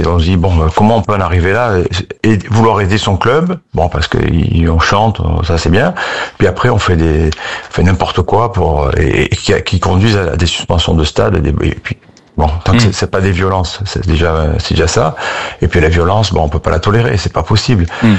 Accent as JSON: {"language": "French", "town": "Nice", "region": "Provence-Alpes-Côte d'Azur", "country": "France", "said": "On est niçois, mais on souffre. On n'est pas à Paris."}